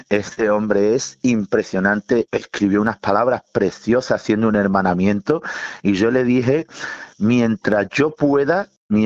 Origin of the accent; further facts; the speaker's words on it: Vélez-Málaga, Andalusia, Spain; Yo soy de Vélez Málaga.